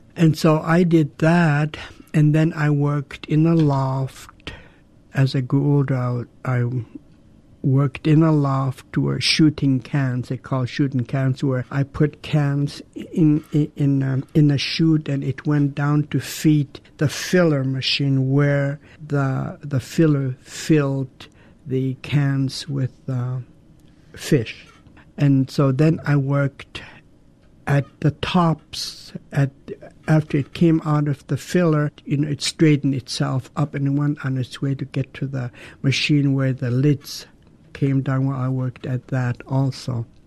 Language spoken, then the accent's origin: English; Douglas, Alaska, United States; I was born and raised in Douglas. I belong to the Raven Clan. I come from the Whale House in Tlaquan.